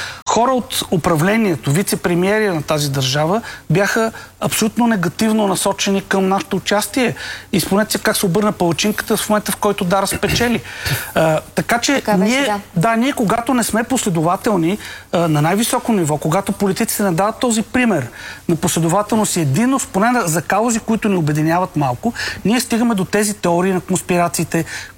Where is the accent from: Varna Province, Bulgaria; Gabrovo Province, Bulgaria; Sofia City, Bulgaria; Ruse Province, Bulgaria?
Sofia City, Bulgaria; Sofia; ние като софиянци